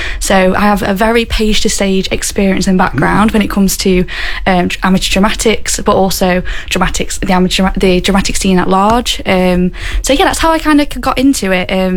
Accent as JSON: {"language": "English", "town": "Derby", "region": "East Midlands", "country": "United Kingdom", "tie": "born or raised there", "said": "I'm from Derby, born and bred. I started as a youth performer, so under 18 myself"}